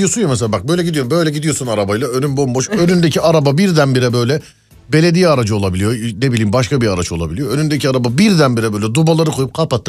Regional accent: Istanbul, Turkey; Biz de vallahi ey ki köylülerim. Hani Şişli Beşiktaş benim için ikisi de benim köyüm.

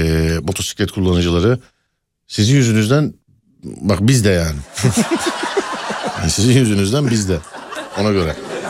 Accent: Istanbul, Turkey; bir İstanbullu olarak

